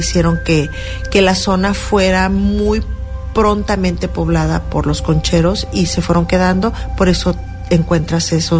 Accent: San Blas, Nayarit, Mexico

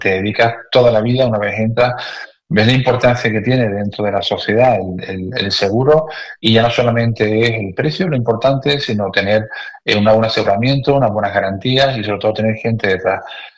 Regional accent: Canary Islands, Spain; now in Catarroja, Spain; mi padre Canarias, yo soy canario, por mi acento ves que no soy de aquí.

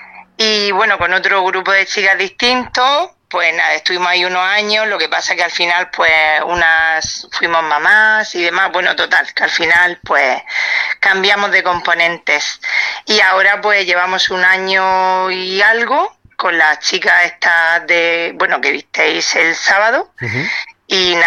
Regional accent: Lorca, Region of Murcia, Spain; born there; mis padres siempre, bueno, ellos eran andaluces y a mí, pues yo nací aquí en Lorca

